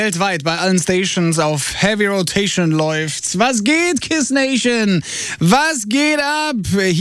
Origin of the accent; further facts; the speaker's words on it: Italy; Ja, als Italiener hat man momentan keine einfache Zeit, ne? WM ist im Gange, Italien mal wieder nicht dabei.